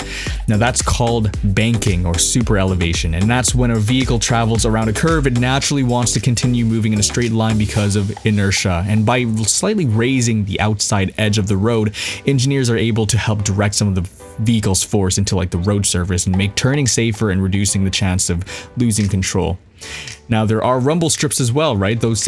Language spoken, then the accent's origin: English; Canada; because obviously I'm from Canada